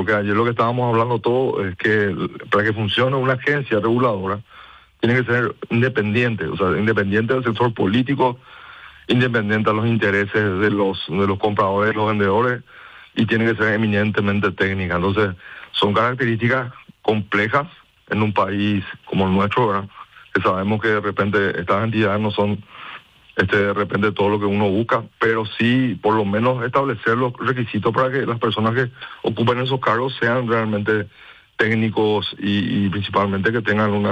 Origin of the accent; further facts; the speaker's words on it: Paraguay; O sea, es una realidad que nosotros tenemos que ser conscientes como paraguayos, que el tiempo se nos agota